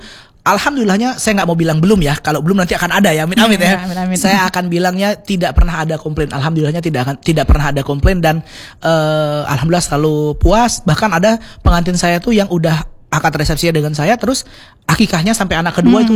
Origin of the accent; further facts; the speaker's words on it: Palembang, South Sumatra, Indonesia; kita wong Palembang ini banyak cengkoneknya.